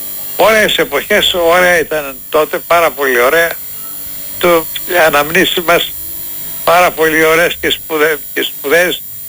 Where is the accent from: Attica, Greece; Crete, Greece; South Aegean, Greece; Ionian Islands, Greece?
Attica, Greece; Athens; Σε εξοχή μεγαλώσαμε σχεδόν στην Αθήνα, σε προάστια που μέναμε.